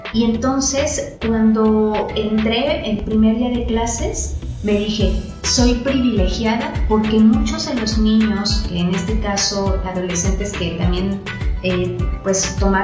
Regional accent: Pachuca, Hidalgo, Mexico; born there; Nací en Pachuca, Hidalgo, hace algunos ayeres

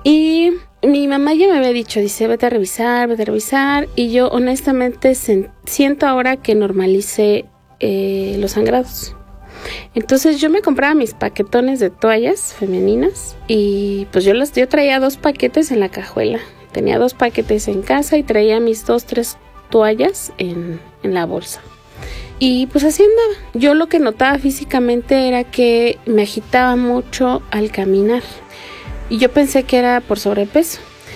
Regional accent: Pachuca, Hidalgo, Mexico; soy de aquí de Pachuca y pues nos dedicamos a... Bueno, yo soy psicóloga, tengo 44 años.

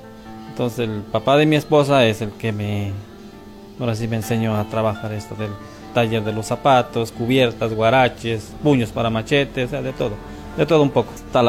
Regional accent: Medio Monte, Hidalgo, Mexico; moved away as an adult; now in San Bartolo Tutotepec, Mexico; yo soy de Medio Monte, originario de Medio Monte, pero ahora sí que me casé, me vine para acá a San Bartolo.

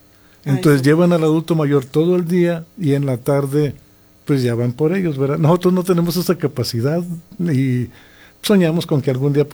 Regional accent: Durango, Mexico; now in Zimapán, Mexico; soy originario de Durango, Durango, y tengo 48 años radicando en Zimapán. Ya soy más zimapense

